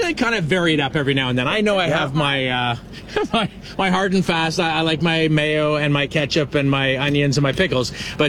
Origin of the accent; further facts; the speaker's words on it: Canada; We're Canadian.